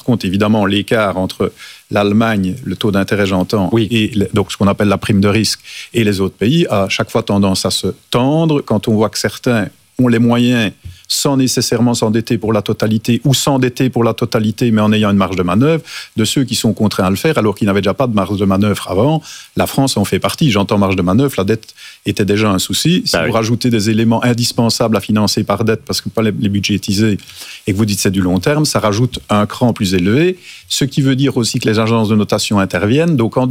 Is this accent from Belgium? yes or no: yes; Wallonia, Belgium; et plutôt la Wallonie, je suis wallon, que la Flandre, mais enfin, c'est la Belgique unique qui est pointée du doigt